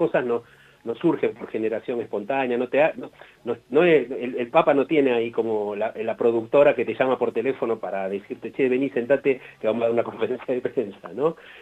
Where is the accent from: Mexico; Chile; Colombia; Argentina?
Argentina; y más en países como Argentina, todavía estamos en un catolicismo más pietista